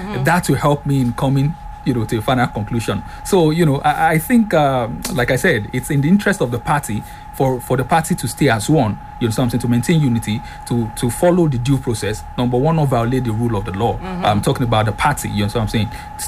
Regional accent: Nigeria; me as a Nigerian

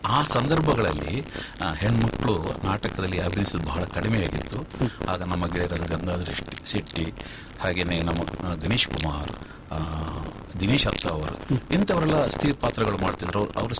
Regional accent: Mangaluru, Karnataka, India; ಬೋಳೂರ್ ಅಂದರೆ ನಾನು ಹುಟ್ಟಿದ ಊರು. ಅಂದರೆ ನಾನು ಬೋಳೂರಿನ ಹೊಯ್ಗೆ ಬೈಲಲ್ಲೇ ನಾನು ಹುಟ್ಟಿದ್ದು.

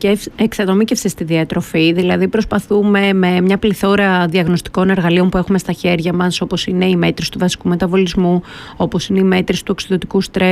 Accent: Drama, Eastern Macedonia and Thrace, Greece; moved away as an adult; also born or lived in Thessaloniki; now in Drama, Greece; όπως είπες, κατάγομαι από τη Δράμα, έζησα όλα μου τα παιδικά και εφηβικά χρόνια εκεί. Ήρθα στη Θεσσαλονίκη όταν ήμουν 18 χρονών για σπουδές και μετά ουδέν μονιμότερο του προσωρινού.

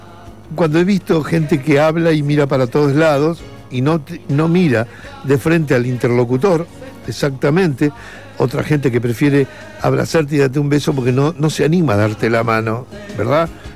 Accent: Uruguay; moved away

